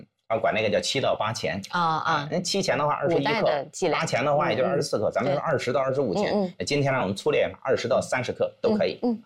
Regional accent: China; 韩国人的压力实际上比我们中国人的压力要大，

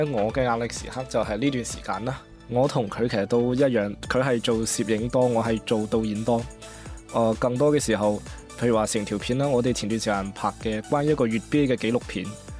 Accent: Guangzhou, Guangdong, China; 大家好，我系嚟自广东广州嘅

